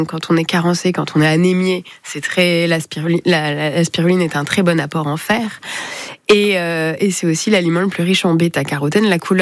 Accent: La Rochelle, Nouvelle-Aquitaine, France; J'ai grandi à La Rochelle, et donc du coup j'avais envie de revenir ici

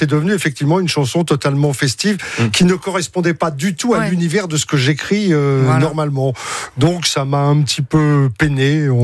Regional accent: Paris, Île-de-France, France; Parce que moi, je suis un parigot.

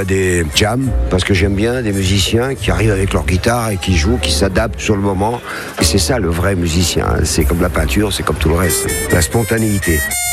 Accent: Grand Est, France; Je suis de Coulanges-Courant, tout près de Fismes, pas très loin de Reims, une demi-heure de Reims.

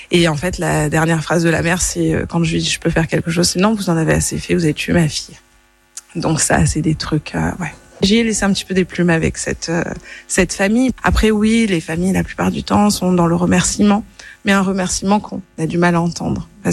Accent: Nice, Provence-Alpes-Côte d'Azur, France; born there; Je suis sur Nice depuis que j'ai 8 ans.

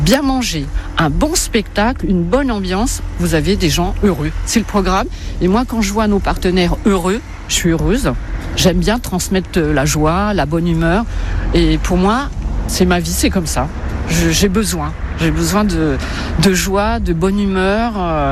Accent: France; Bah oui, bah, on est des Français, hein. On est des Gaulois à la base

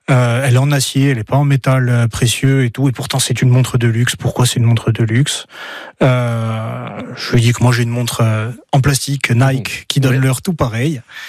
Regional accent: Solenzara, Corsica, France; j'ai grandi à Solenzar et je suis parti faire mes études pour passer mon baccalauréat à Bastia, à Montésor, où j'étais à l'internat.

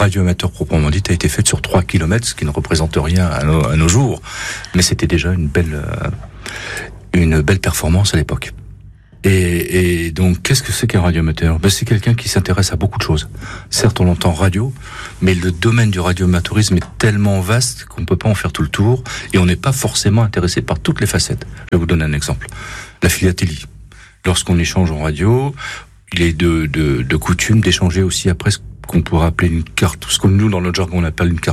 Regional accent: Hauts-de-France, France; moved away; j'ai appris l'allemand avec les radioamateurs allemands. De même que j'ai appris beaucoup l'anglais avec les anglais, puisque je suis originaire du Pas-de-Calais. Les anglais étaient en face de chez moi.

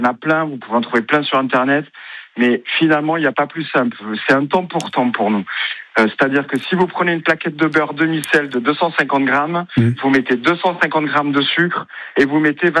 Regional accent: Montpellier, Occitanie, France; moved away; Même si je suis pas breton et que je suis montpelliérain au départ

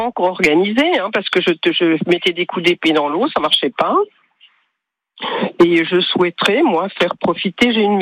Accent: Grand Est, France; born there; also born or lived in Paris / Besançon; Oh, à la base, j'ai bourlingué un peu. À la base de naissance, je suis alsacienne.

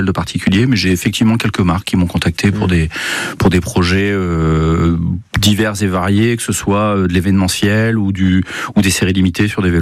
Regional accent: Grenoble, Auvergne-Rhône-Alpes, France; moved away as an adult; now in Paris, France; À la base, je suis de Grenoble. Donc je suis pas du tout parisien.

